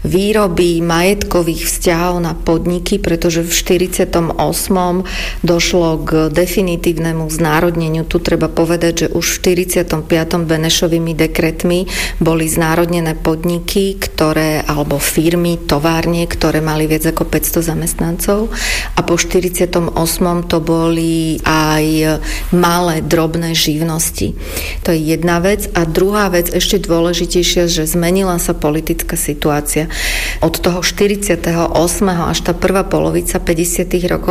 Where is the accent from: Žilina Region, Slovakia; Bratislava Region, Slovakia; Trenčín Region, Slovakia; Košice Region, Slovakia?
Bratislava Region, Slovakia; Bratislava; u nás v Bratislave